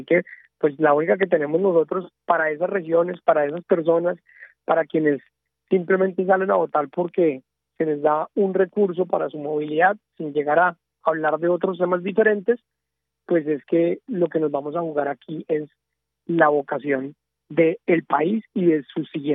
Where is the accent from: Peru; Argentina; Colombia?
Colombia